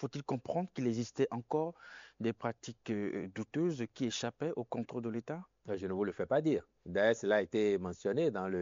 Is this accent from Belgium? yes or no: no; Benin